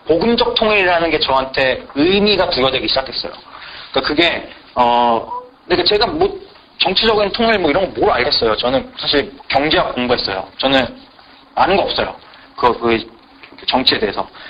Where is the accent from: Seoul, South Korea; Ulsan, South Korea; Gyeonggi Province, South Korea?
Seoul, South Korea; now in United States; 저의 고향, 그러니까 그들의 고향과 저의 고향은 이제 서울이에요.